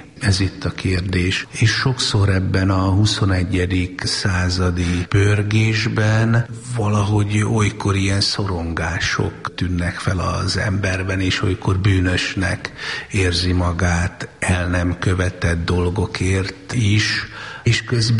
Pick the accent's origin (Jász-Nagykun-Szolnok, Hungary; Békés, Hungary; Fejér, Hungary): Jász-Nagykun-Szolnok, Hungary; Szolnok; moved away as an adult; én szolnoki vagyok